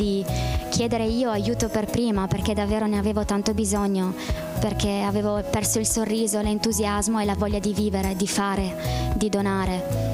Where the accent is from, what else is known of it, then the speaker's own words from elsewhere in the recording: Verona, Veneto, Italy; sono italiana, vengo da Verona.